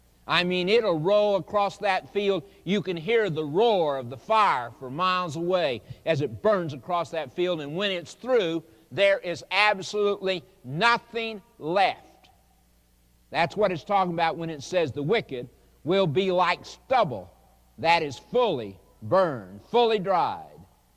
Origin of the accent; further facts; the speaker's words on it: Oklahoma, United States; I grew up in Oklahoma.